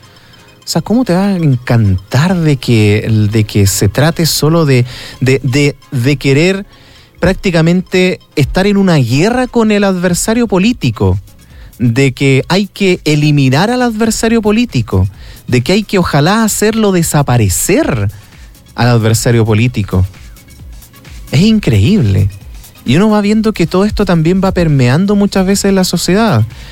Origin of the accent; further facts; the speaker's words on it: Chile; uno como chileno, como ciudadano común y corriente